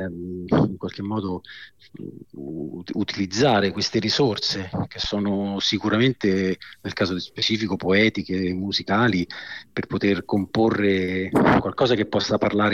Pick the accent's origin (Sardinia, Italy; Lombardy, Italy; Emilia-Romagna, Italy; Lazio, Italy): Sardinia, Italy; io poi sono sardo e in qualche modo ho riscritto il Macbeth di Shakespeare in sardo